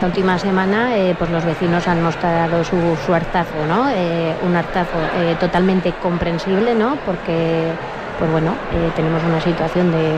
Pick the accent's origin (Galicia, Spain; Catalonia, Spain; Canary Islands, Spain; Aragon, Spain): Aragon, Spain; Almudévar; los vecinos de mi pueblo